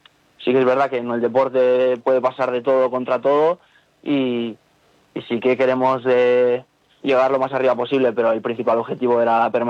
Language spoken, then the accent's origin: Spanish; El Vendrell, Catalonia, Spain; moved away as an adult; now in Alcoy, Spain; Yo vengo de Cataluña, del Vendrell.